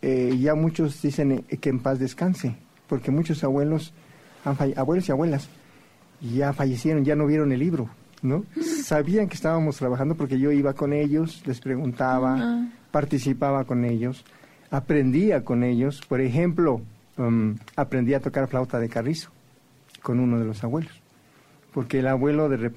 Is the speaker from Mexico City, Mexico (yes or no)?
yes; Mexico City, Mexico; born there; Yo casualmente nací aquí en la Ciudad de México, en el Hospital de la Mujer que estaba a un lado de la Alameda.